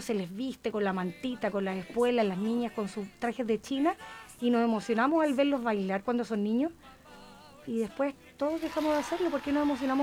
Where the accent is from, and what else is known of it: Chile